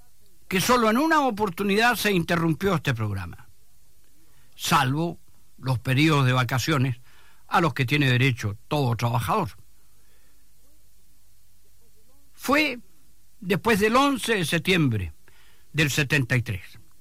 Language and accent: Spanish; Chile; Enamorado de mi tierra, Chile